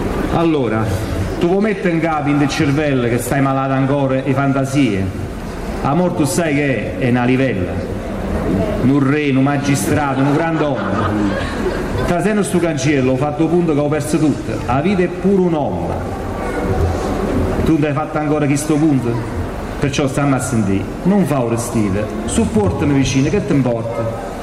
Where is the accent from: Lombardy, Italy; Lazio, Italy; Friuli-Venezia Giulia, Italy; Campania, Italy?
Campania, Italy; Mi perdoni napoletano, sono campano ma non napoletano